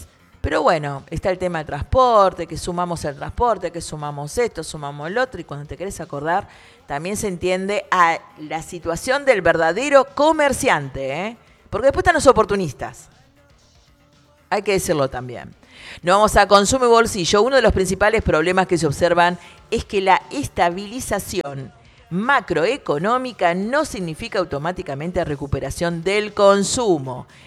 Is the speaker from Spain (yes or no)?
no; Argentina; nosotros somos de Buenos Aires